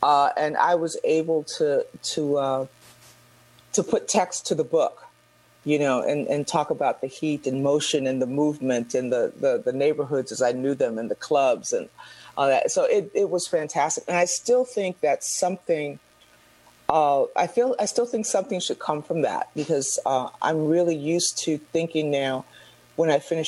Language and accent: English; Chicago, Illinois, United States; I'm from Chicago.